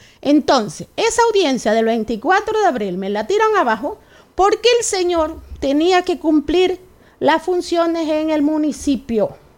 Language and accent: Spanish; Ecuador; la serie de horror que estoy viviendo aquí en mi país.